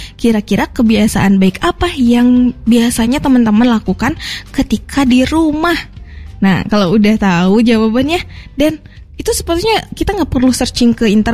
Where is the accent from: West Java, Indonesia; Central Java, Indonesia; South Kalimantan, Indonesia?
West Java, Indonesia; Cikalong Kulon; Kami semua dari Cikalong Kulon, Cianjur.